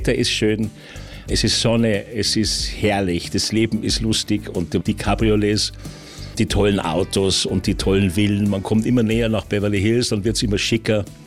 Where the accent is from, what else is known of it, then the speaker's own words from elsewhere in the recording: Munich, Bavaria, Germany; moved away as an adult; also born or lived in Los Angeles; jetzt kommt der Bub aus München und verkauft den Amerikanern Coca-Cola.